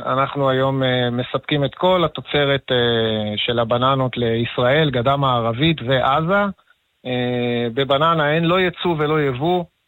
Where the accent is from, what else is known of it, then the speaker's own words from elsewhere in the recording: Geva Carmel, Haifa District, Israel; אנחנו ממושב גבע כרמל, כן.